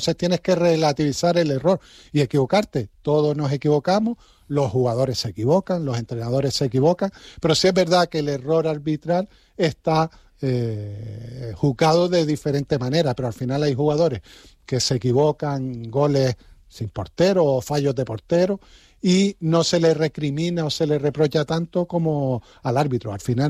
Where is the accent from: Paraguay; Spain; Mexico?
Spain; Arucas, Canary Islands; yo soy de Arucas